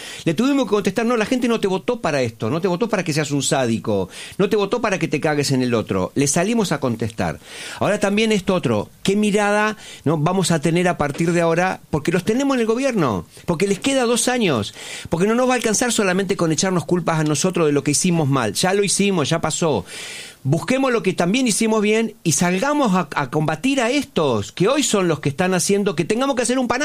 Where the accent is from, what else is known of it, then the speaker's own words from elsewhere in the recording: Santa Cruz, Argentina; nosotros en Santa Cruz, vengo de Santa Cruz, soy de Santa Cruz